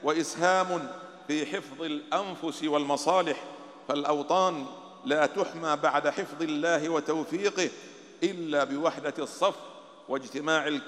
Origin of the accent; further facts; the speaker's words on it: Bahrain; بلادنا البحرين